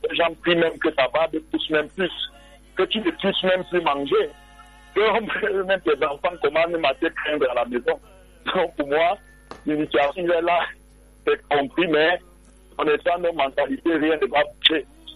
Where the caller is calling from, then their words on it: Cameroon; nous, nous sommes des Africains. Nous sommes des Camerounais.